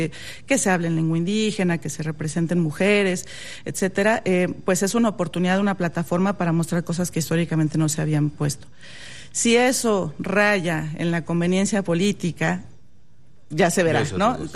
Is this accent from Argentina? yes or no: no; Mexico